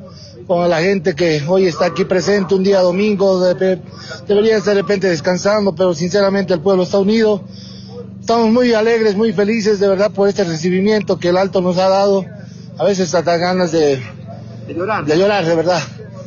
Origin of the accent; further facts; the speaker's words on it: Bolivia; algunas cosas que tenemos como bolivianos